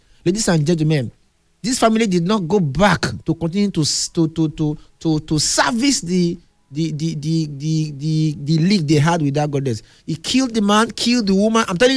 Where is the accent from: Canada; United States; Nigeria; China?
Nigeria; Warri, Delta; there is a family we grew up with in Warri.